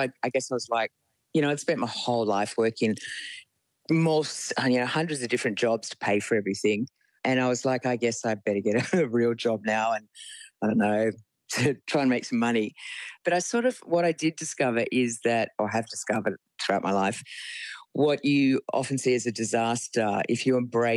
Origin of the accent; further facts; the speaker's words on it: Cremorne, New South Wales, Australia; Yeah, I grew up in Cremorne, which is, I mean, I break out in hives when I go back there now.